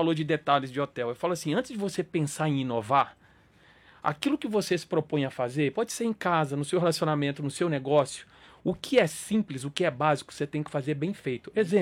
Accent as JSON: {"language": "Portuguese", "region": "Minas Gerais", "country": "Brazil", "said": "eu como mineiro..."}